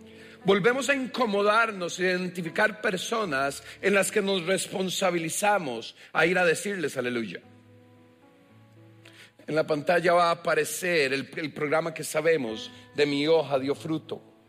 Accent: San Juan, Cartago, Costa Rica; ¿Saben de dónde, hermanos? De mi pueblo. En la provincia de Cartago, el cantón de La Unión, el distrito de San Juan, residencial Omega, sexta etapa.

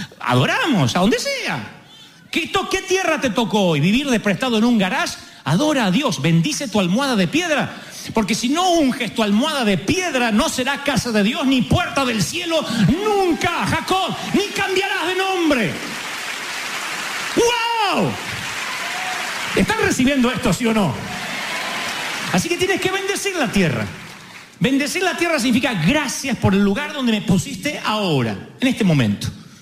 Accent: Argentina; Sé que soy argentino e insoportable, pero no típico.

